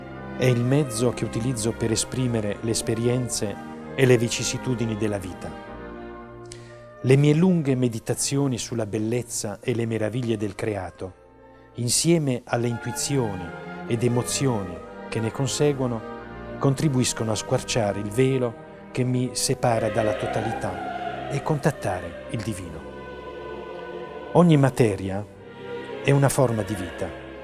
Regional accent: Bari, Apulia, Italy; born there

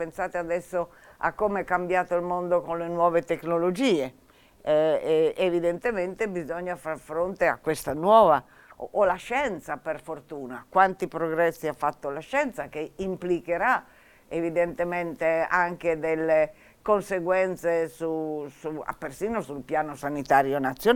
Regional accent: Bra, Piedmont, Italy; io sono di Brache, o meglio di una frazione

